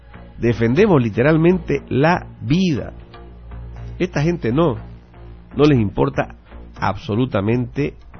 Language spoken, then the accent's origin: Spanish; Bolivia; como bolivianos en todo el país